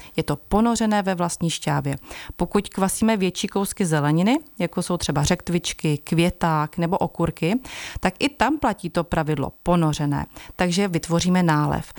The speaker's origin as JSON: {"language": "Czech", "region": "Bohemia", "country": "Czechia", "said": "A my u nás v Čechách, já třeba vyrábím, já tomu říkám tradiční knínické kimchi"}